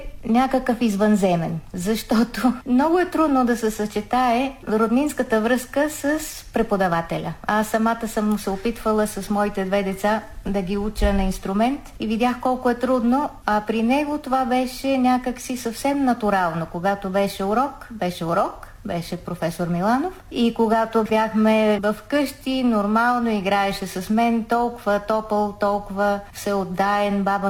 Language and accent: Bulgarian; Sofia, Sofia City, Bulgaria; born there; аз не познавам града, аз съм родена в София